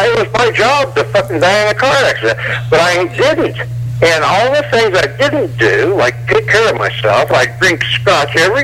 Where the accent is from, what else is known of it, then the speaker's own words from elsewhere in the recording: Indiana, United States; I'm from Indiana